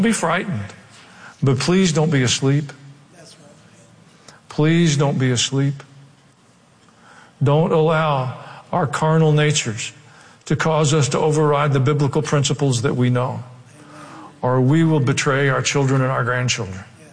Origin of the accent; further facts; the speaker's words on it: the South, United States; accent: Southern; People can sit anywhere on the planet that they have access to a cell phone and hear me preach in my southern accent.